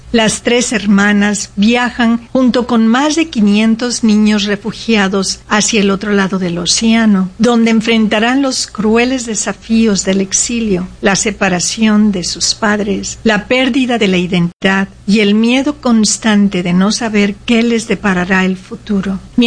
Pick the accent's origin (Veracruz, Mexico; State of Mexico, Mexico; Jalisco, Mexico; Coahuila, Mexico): Veracruz, Mexico; now in Seattle, United States; Yo soy originalmente de Veracruz, México, pero llevo varios años radicando en esta hermosa ciudad, la ciudad de Esmeralda, Seattle, donde siempre llueve.